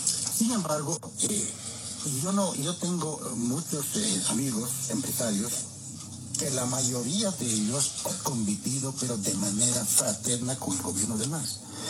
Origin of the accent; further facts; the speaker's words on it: Potosí, Bolivia; En universidades, en mi tierra de Potosí, había un edificio que está en la avenida El Maestro